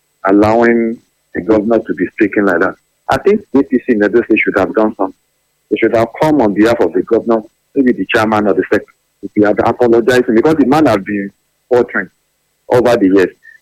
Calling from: Nigeria; I'm calling from Kulema.

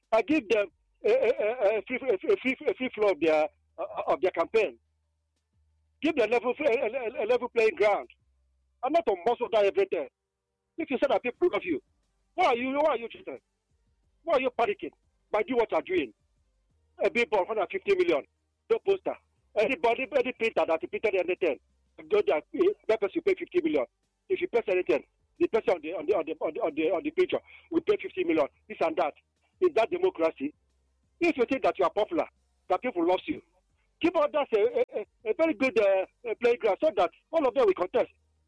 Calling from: Obunka, Anambra, Nigeria; And I come from Obunka in Anambra State.

